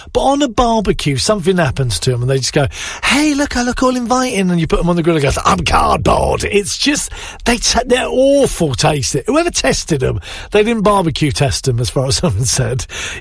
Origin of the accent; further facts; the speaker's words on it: United Kingdom; We're British.